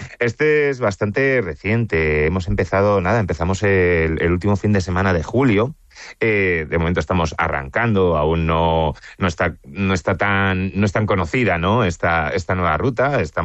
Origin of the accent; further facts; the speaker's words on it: Alicante, Valencian Community, Spain; porque al final del día un aspecto que muchas veces olvidamos como alicantinos es que la Guerra Civil acabó aquí en Alicante. Fuimos el último reducto en ser tomado.